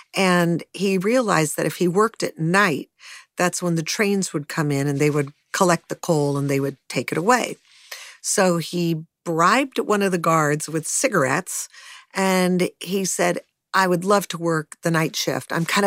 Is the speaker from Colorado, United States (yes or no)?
no; Los Angeles, California, United States; I thought I grew up in the Hollywood Hills. I thought it was like, I climbed the hills all the time.